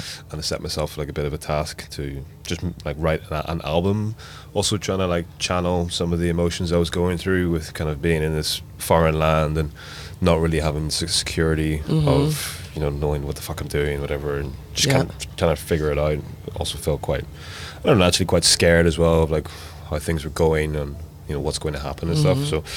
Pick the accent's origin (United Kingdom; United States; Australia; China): United Kingdom; Belfast, Northern Ireland; moved away; it's kind of the change that I was looking for from Belfast. Like, I still have a piece of my heart there for sure.